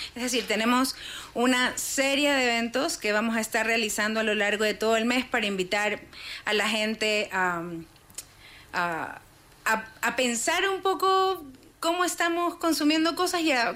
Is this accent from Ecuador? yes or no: yes; Guayaquil, Guayas, Ecuador; yo soy de Guayaquil, una ciudad donde no puedes tomar el agua de la llave.